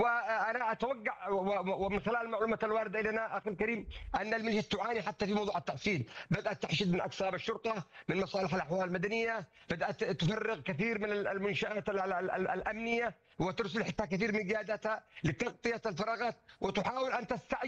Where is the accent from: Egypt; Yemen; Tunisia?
Yemen; كيمني وكرجل عسكري